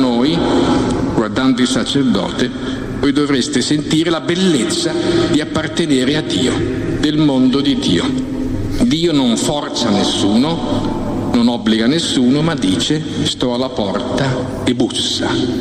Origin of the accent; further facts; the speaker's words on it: Emilia-Romagna, Italy; Uno della nostra terra, viene fuori qualcosa di buono anche dall'Emilia Romagna